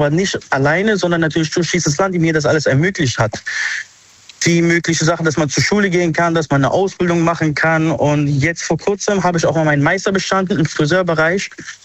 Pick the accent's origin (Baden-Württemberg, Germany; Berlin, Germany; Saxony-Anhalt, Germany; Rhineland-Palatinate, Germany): Rhineland-Palatinate, Germany; Mainz; Ich komme aus Mainz.